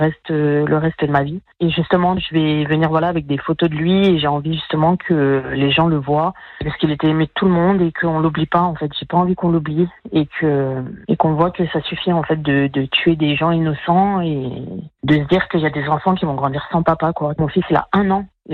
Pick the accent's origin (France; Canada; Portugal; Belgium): France; Grenoble, Auvergne-Rhône-Alpes; Moi, je suis native de Grenoble et j'ai vu ma ville sombrer dans le mauvais.